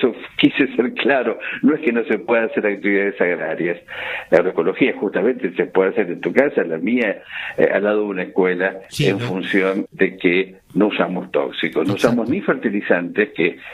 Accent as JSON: {"language": "Spanish", "town": "Marcos Paz", "region": "Buenos Aires Province", "country": "Argentina", "said": "lo veo acá en mi pueblo Marcos Paz"}